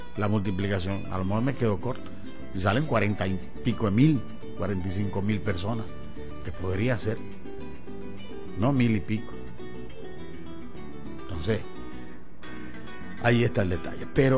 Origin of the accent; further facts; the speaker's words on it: Venezuela; así somos los venezolanos